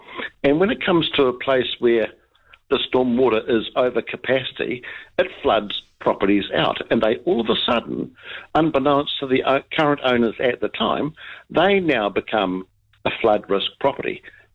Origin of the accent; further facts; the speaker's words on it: Christchurch, Canterbury, New Zealand; if you go back to the earthquakes in Christchurch, and I'm originally from Christchurch